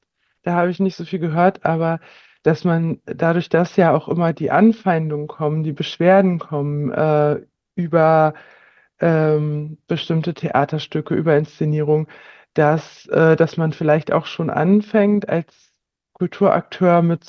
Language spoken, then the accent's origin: German; Greifswald, Mecklenburg-Vorpommern, Germany; Also ich hatte ja gesagt, ich komme aus Greifswald und bin hier auch in einem soziokulturellen Zentrum aktiv